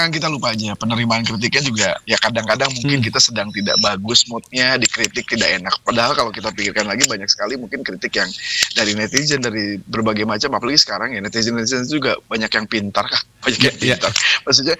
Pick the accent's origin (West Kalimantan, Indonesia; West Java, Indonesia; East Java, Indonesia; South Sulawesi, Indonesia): West Java, Indonesia; Bandung; kita mungkin juga sebagai warga Kota Bandung